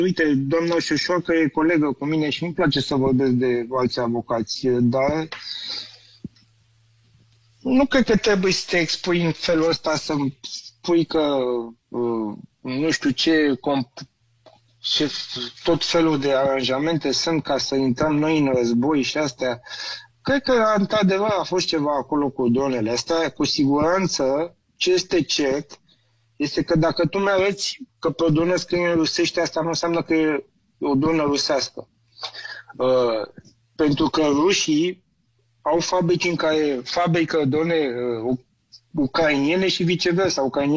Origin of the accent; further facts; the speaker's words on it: Romania; accent: Romanian; pot să vorbesc engleză cu accentul meu românesc, poate la fel de bine ca și română.